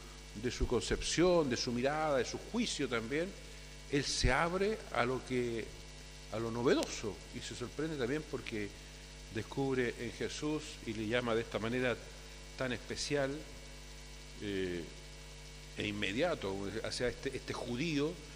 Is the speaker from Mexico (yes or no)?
no; Chile; la flor que nos identifica como chilenos